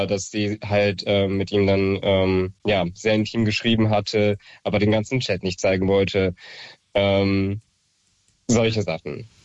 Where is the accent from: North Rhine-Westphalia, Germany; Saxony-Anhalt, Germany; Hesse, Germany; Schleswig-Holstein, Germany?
Hesse, Germany; Marburg; Ich komme aus Marburg